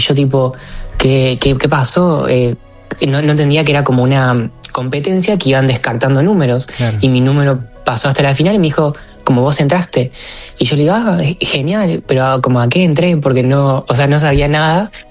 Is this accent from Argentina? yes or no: yes; Córdoba, Argentina; en la ciudad de Córdoba, capital, mi ciudad natal.